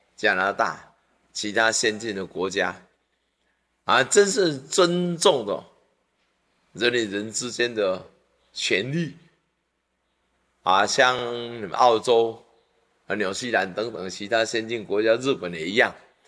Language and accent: Chinese; Taiwan; 但是站在我们台湾，我们中国人确实是一个自私自利的国家